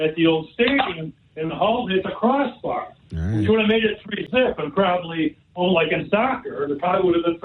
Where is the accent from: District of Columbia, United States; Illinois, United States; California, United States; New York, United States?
Illinois, United States; Oak Forest; I'm 67 years old. I grew up in Oak Forest, 167th and Cicero, Oak Forest.